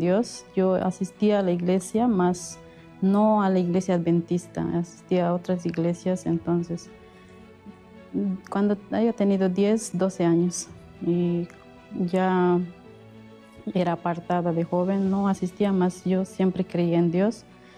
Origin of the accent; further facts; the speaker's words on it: Bolivia; tengo 29 años, soy de Bolivia.